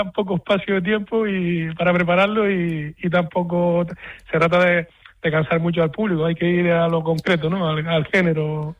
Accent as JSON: {"language": "Spanish", "area": "Fuerteventura", "region": "Canary Islands", "country": "Spain", "tie": "born or raised there", "said": "es mi pueblo, es mi isla y también es mi pueblo en el que me crié."}